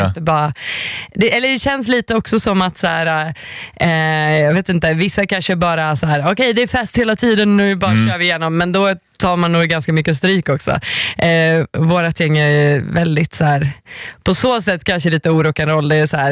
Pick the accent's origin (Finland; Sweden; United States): Finland; avsluta i Finland, liksom mitt hemland.